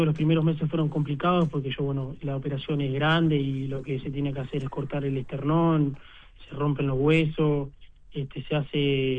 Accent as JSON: {"language": "Spanish", "town": "Minas", "region": "Lavalleja", "country": "Uruguay", "also_born_or_lived": "Montevideo", "said": "porque yo soy de Minas"}